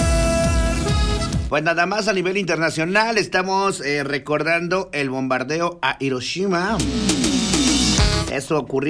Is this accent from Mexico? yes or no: yes; Mexico; nosotros, como buenos mexicanos